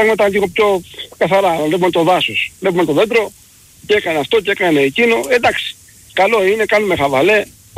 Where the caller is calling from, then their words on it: Central Greece, Greece; είμαι από Εύβοια.